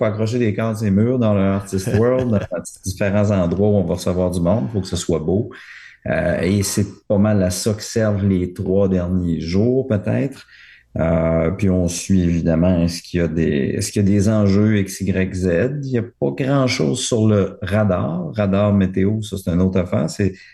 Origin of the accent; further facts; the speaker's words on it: Rimouski, Quebec, Canada; moved away as an adult; also born or lived in Montreal; now in Quebec City, Canada; Moi, je viens de Rimouski, puis je me destinais plus au monde des affaires parce que ma famille était une famille d'entrepreneurs.